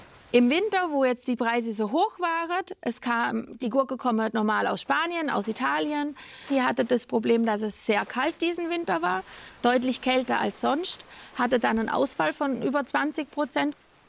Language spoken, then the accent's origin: German; Reichenau, Baden-Württemberg, Germany; accent: Reichenauerisch; Wir auf der Insel haben unseren eigenen Dialekt, das sogenannte Reichenauerisch, das Aurisch. Und das hört sich wegen Schwäbisch an. Aber wir sind Badenser.